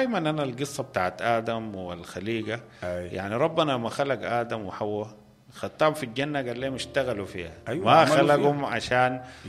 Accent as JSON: {"language": "Arabic", "country": "Sudan", "said": "إحنا كسودانيين"}